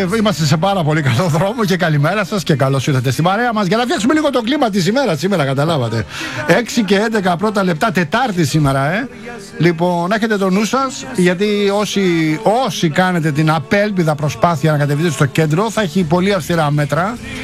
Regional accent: Rafina, Attica, Greece; στη Ραφίνα την πατρίδα μου.

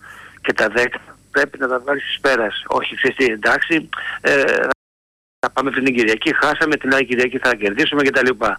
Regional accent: Elassona, Thessaly, Greece; Εγώ είμαι από Ελασσόνα, πιο πάνω από την Λάρισα.

